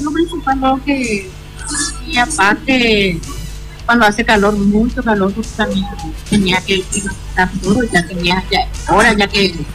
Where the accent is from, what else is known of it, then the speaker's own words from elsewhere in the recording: Areguá, Central, Paraguay; also born or lived in Argentina; Yo soy de Areguá.